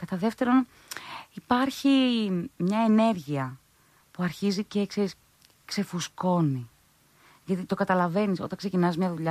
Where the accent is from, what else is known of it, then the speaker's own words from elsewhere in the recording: Athens, Attica, Greece; also born or lived in Agrinio; Και μάλιστα είμαι γεννημένη μεγαλωμένη στην Αθήνα.